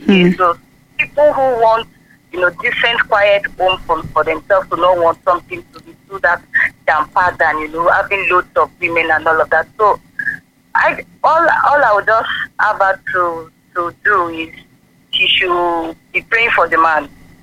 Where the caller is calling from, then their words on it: Ibadan, Oyo, Nigeria; I'm calling from Ibadan.